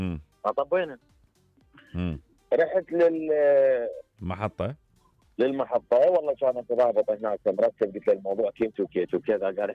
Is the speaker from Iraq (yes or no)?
yes; Iraq; انا عراقي